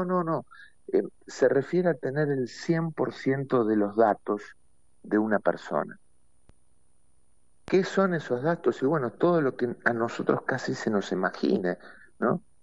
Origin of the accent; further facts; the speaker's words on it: Argentina; nosotros como argentinos